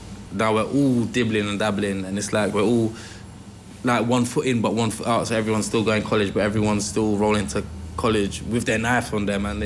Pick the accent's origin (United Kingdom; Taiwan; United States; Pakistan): United Kingdom; London; to see how privileged you are to have been growing up in London. So my granddad was like, yeah, cool, we're gonna ship you back to Guyana.